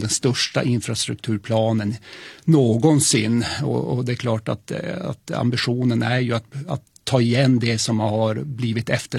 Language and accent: Swedish; Luleå, Norrbotten County, Sweden; Och där har vi ju fattat beslut om att lägga ett beredskapslager i min hemkommun Luleå.